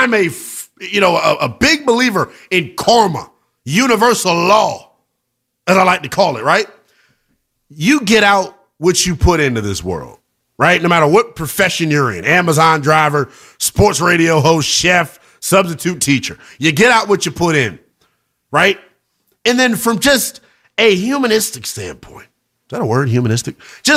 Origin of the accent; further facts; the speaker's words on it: Maryland, United States; We're both from Maryland, I'm pretty sure.